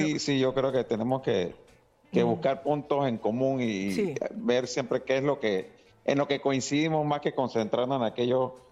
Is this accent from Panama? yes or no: yes; Panama; yo te puedo decir como panameño